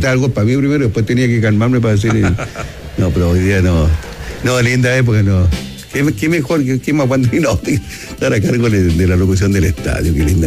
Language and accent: Spanish; Valparaíso, Chile; born there; A mí, sí, ¿por qué soy wanderino? Nací en Valparaíso.